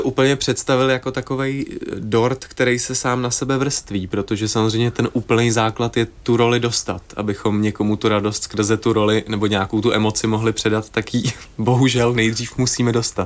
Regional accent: Havlíčkův Brod, Vysočina Region, Czechia; To je hrozně hezká otázka, protože se tam mimo jiné strašně rád vracím. Mám to tam fakt rád. A naskakuje mi samozřejmě moje základka.

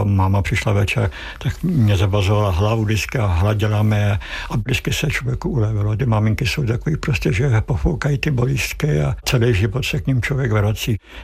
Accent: Prague, Czechia; Já jsem se narodil pod Vyšehradem, ale bydleli jsme v Košířích, čili že já do svých 15 let jsem v těch Košířích bydlel.

